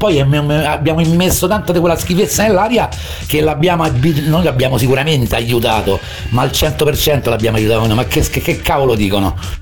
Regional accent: Rome, Lazio, Italy; Io sono di Monteverde, ragazzi, e c'ho Villa Manfili vicino

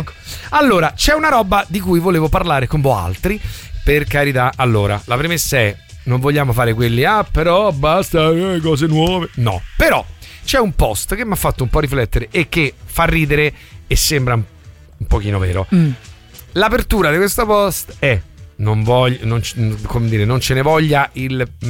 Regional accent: Rome, Lazio, Italy; Poi ci siamo ricordati che siamo romani e quindi non facciamo notizie.

